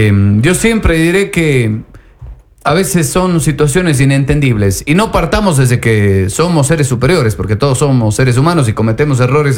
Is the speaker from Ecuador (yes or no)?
yes; Ecuador; lo digo como un ecuatoriano